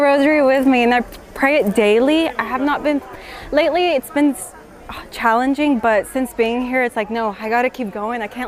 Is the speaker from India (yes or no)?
no; Mexico; now in United States; I'm from Texas, but Mexican, from Mexico.